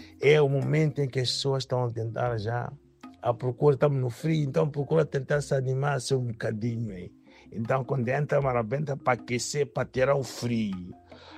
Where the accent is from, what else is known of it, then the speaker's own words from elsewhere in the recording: Mozambique; Bem, como moçambicano também, para dizer que o sangue do moçambicano corre sempre nas minhas veias.